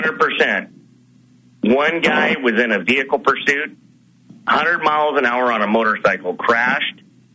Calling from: Mill City, United States; from Mill City.

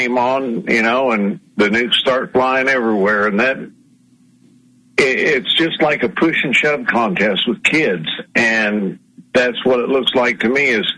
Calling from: Missouri, United States; in Southwest Missouri.

